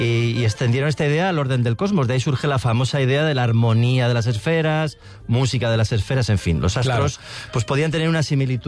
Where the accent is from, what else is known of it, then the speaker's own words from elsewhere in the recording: Burgos, Castile and León, Spain; aunque soy de Burgos